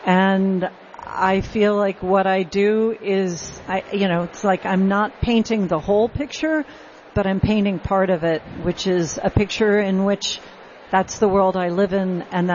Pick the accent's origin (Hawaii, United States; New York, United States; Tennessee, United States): Tennessee, United States; born or raised there